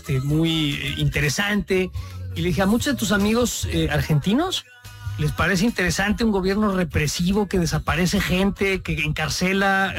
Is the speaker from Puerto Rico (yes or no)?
no; Mexico; Pues el gobierno estadounidense y sus acciones y sus presiones han logrado que en México nos enteremos y nos demos cuenta y voltemos hacia la bola de rateros que se aprovecharon del gobierno pasado.